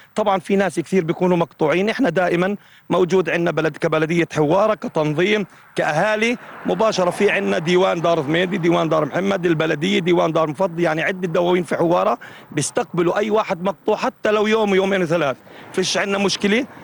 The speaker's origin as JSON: {"language": "Arabic", "region": "West Bank", "country": "Palestine", "lives_now": "Huwara, Palestine", "said": "وإحنا الضفة الغربية"}